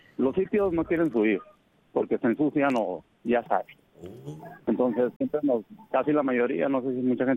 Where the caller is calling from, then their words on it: Camargo, Mexico; Somos la orilla de Camargo